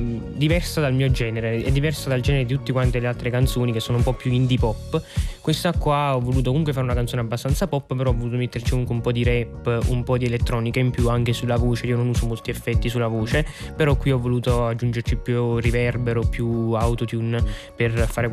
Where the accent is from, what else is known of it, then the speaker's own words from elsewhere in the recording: Avellino, Campania, Italy; moved away as an adult; now in Naples, Italy; Io comunque sono nato a Avellino, e Avellino è molto vicino a Napoli, quindi diciamo fin da piccolo ho sempre visto Napoli come la città, perché comunque Avellino è una città di provincia, ci conosciamo tutti rispetto a Napoli